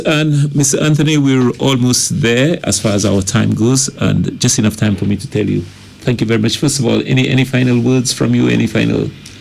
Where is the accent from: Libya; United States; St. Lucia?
St. Lucia; Gros Islet; I remember growing up in Grosley in the Bellevue area